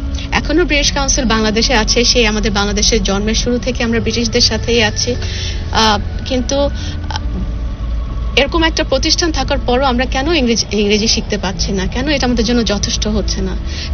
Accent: Bangladesh

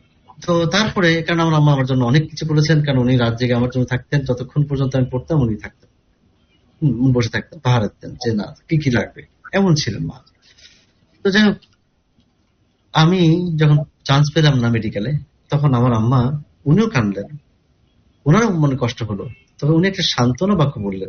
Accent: Kushtia, Khulna Division, Bangladesh; আমি চেষ্টা করলাম, আমার বাড়ি কুষ্টিয়া, আমি ঢাকাতে চলে আসলাম, কোচিং করলাম

